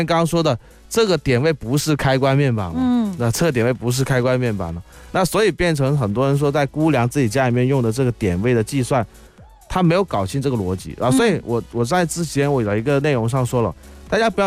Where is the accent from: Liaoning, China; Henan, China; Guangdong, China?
Guangdong, China; Guangzhou; accent: Cantonese (Guangzhou); 我哋广州话咩